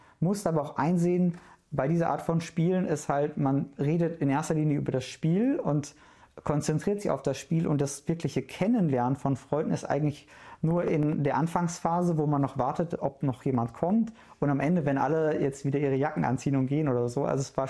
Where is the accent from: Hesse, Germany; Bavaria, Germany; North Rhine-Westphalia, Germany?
North Rhine-Westphalia, Germany; Duisburg; also born or lived in Essen; ich bin in Essen geboren, in Duisburg aufgewachsen, habe in Mülheim Zivildienst gemacht.